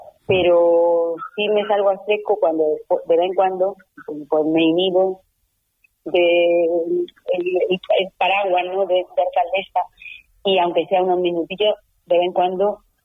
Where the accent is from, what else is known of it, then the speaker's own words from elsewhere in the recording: Linares, Andalusia, Spain; moved away as an adult; also born or lived in Granada; Pero es verdad que mi infancia transcurrió aquí en Linares, y después cuando los estudios, en este caso de COU, pues una vez cuando aproveché de Trinidad, pues me fui a Granada a estudiar. Así que todo, bueno, hasta los 18 años en Linares